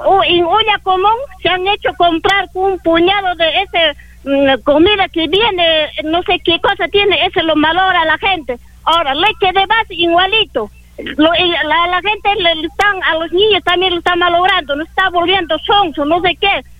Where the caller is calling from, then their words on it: Peru; estamos tal como estamos peruanos